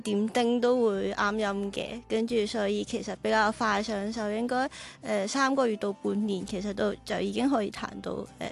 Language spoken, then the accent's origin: Cantonese; Macau; also born or lived in Beijing; now in Guangzhou, China; 咁我系嚟自澳门，系澳门土生土长嘅。咁我大学嗰阵咧就去咗北京中央音乐学院